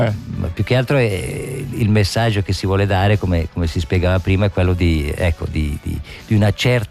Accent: Chiasso, Ticino, Switzerland; sono di Chiasso

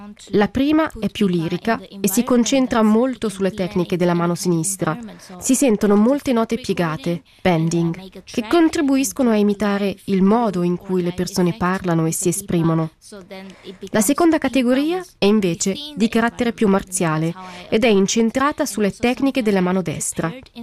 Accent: Taiwan; Ciao a tutti. … vengo da Taiwan.

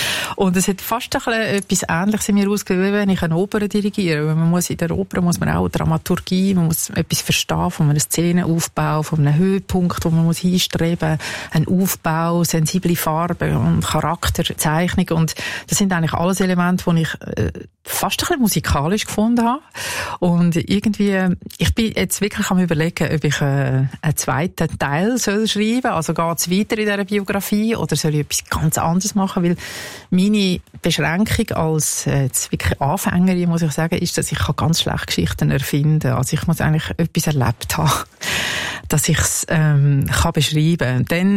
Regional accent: Switzerland; born or raised there

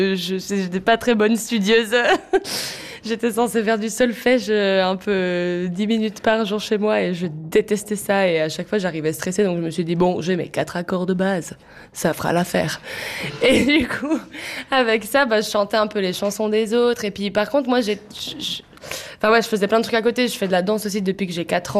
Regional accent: Haute-Nendaz, Valais, Switzerland; Moi, je viens de Haute-Nenda, en Valais

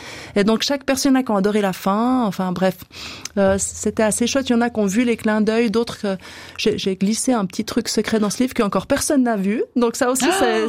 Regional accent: Switzerland; c'est facile de parler de Cuba quand on est Suisse, quand on y va pour les vacances, quand on sait qu'on peut y rentrer.

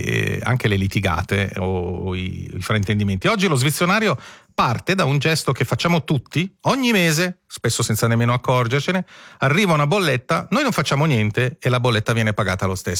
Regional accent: Switzerland; gli devi dire scusi, non sono stupido, sono svizzero.

